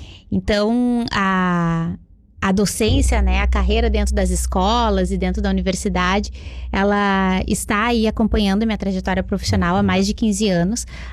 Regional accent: Restinga Seca, Rio Grande do Sul, Brazil; born there; eu não sou natural de Restinga Seca, mas eu tenho uma relação muito grande com Restinga Seca, né? Porque eu vim morar aqui ainda criança, e quando eu não morava aqui, todas as minhas férias eram na casa da minha avó

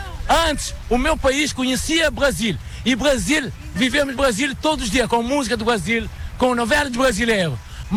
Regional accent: Cape Verde; Nós viemos de Cabo Verde precisamente para ver.

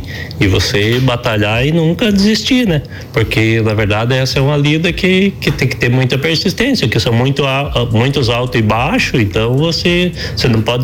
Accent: Paraná, Brazil; moved away as an adult; now in Coxilha Rica, Brazil; eu sou natural lá do Paraná. E venho de uma família que já são todos produtores há muitos anos. E o meu avô já era agricultor.

